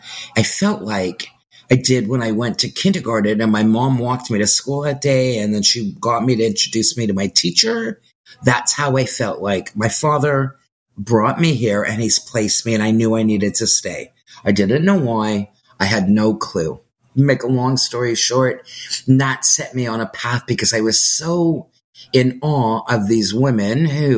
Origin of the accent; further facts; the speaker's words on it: Canada; and I'm Canadian. So Canada went mad and we were in lockdown the longest.